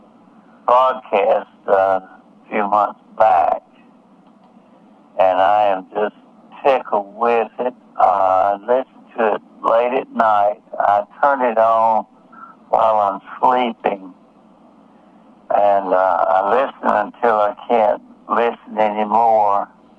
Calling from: Nichols, South Carolina, United States; I'm calling from Nichols, South Carolina, and I'm an old Navy, U.S. Navy radioman

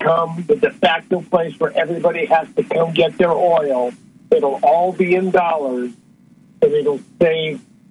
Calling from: Arizona, United States; calling from Arizona.

